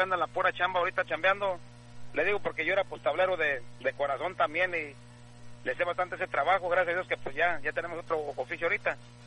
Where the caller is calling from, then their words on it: Fresno, California, United States; De aquí de Fresno, oiga.